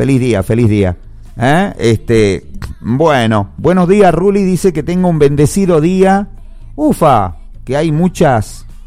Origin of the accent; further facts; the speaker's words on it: Argentina; hay que seguir creyendo en todos los que realmente somos argentinos